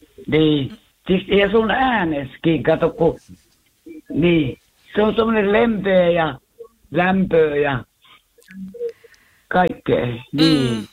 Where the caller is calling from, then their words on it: Tampere, Pirkanmaa, Finland; Kaukajärvellä.